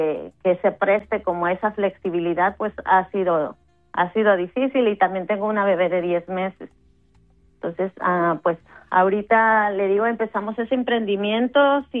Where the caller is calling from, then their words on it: Boston, Massachusetts, United States; vivo en la ciudad de Boston